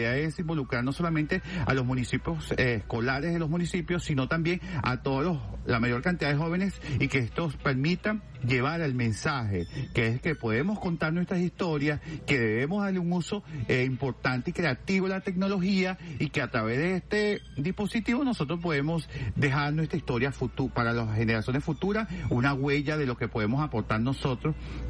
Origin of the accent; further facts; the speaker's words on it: Sucre, Venezuela; como sucrense y como venezolano.